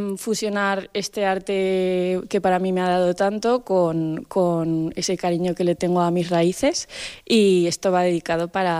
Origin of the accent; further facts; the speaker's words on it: Pozuelo del Campo, Aragon, Spain; voy a hacer una jota navarra que cantaba mi abuelo en la romería de mi pueblo, que es Pozuelo del Campo.